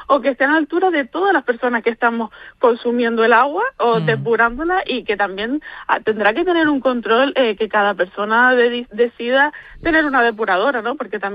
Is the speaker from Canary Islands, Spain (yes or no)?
yes; Lanzarote, Canary Islands, Spain; todos los lanzaroteños y lanzaroteñas